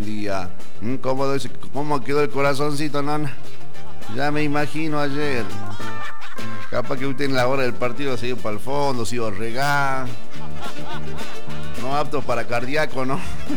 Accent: Argentina

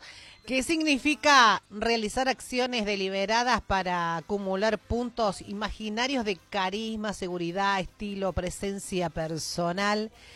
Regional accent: Córdoba, Argentina; Soy cordobesa

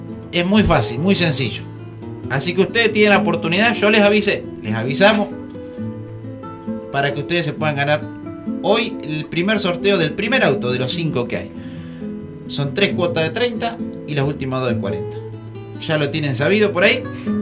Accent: San Agustín, Buenos Aires, Argentina; moved away; de haber vivido de chico en San Agustín

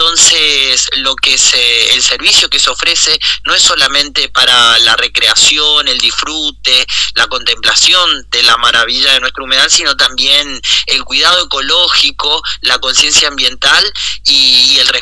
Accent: Las Toscas, Santa Fe, Argentina; Yo particularmente soy de Las Toscas

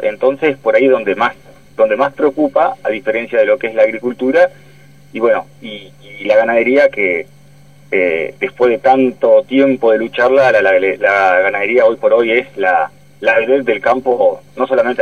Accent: Argentina; Aguantamos todos los argentinos con nuestros impuestos.

